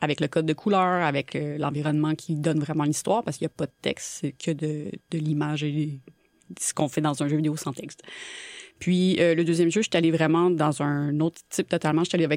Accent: Chartierville, Quebec, Canada; Moi, je viens de la campagne très profonde où c'est que, à part jouer à l'extérieur dehors, moi, il n'y a pas grand-chose à faire d'autre.

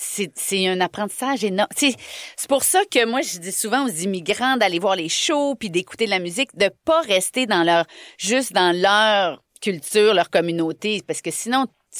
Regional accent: Montreal, Quebec, Canada; On est des Montréalaises, nous.

